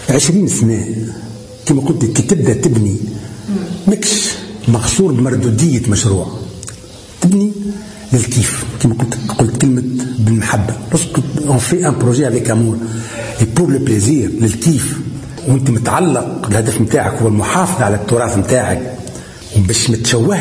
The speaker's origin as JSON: {"language": "Arabic", "town": "Tunis", "region": "Tunis Governorate", "country": "Tunisia", "tie": "born or raised there", "first_language": "Amazigh (Berber)", "second_language": "Arabic", "moved": "as an adult", "lives_now": "Tamezret, Tunisia", "said": "أنا رغم اللي أصيل، نعتبر روحي أصيل القرية، رغم اللي أنا من مواليد تونس العاصمة، خاطر الوالد وجدي الله يرحمهم تحولوا من الثلاثين أواخر الثلاثينات لتونس للعمل، دونك مولود في تونس"}